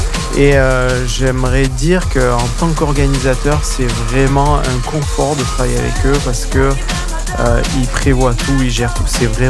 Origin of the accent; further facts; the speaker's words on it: Occitanie, France; born there; Moi, je suis né dans le Gard